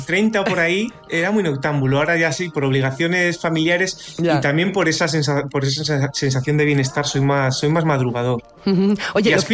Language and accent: Spanish; Cantabria, Spain; yo soy de Cantabria, vivo en Cantabria, vivo en otros sitios